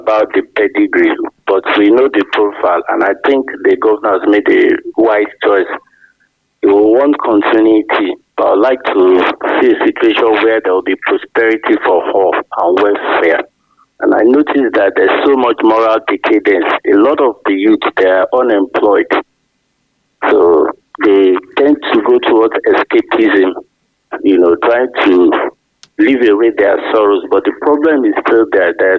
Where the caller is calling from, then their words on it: Ibadan, Oyo, Nigeria; I'm calling from Ring Road, Ibadan.